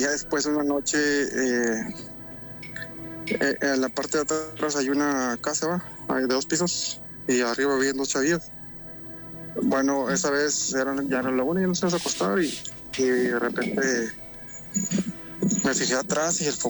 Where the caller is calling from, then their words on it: Tamaulipas, Mexico; De acá, Tamaulipas.